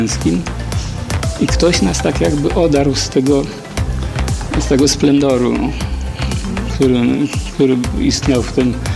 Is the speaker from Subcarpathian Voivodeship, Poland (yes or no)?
no; Lubawa, Warmian-Masurian Voivodeship, Poland; born there